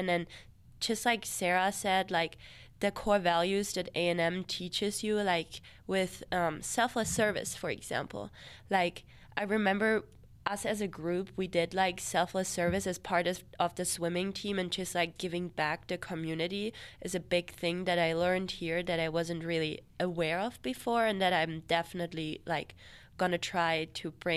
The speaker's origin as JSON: {"language": "English", "country": "Germany", "moved": "as an adult", "lives_now": "Texas, United States", "said": "I'm actually going to go home closer to my family again, Germany"}